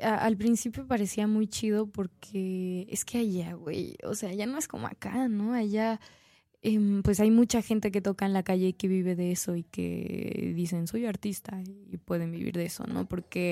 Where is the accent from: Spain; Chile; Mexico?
Mexico; Porque, pues uno como mexicano llega con todo su pedo tribalesco, güey, acá a tocar cumbias